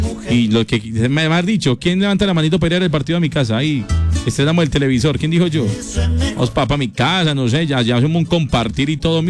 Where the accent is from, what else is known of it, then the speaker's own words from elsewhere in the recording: Colombia; Hombre, somos colombianos y resolvemos.